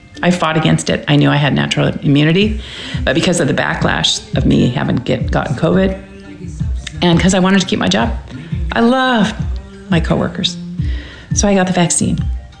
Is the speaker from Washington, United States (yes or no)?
yes; Washington, United States; I'm from Washington State. Washington State was the first state that the virus showed up.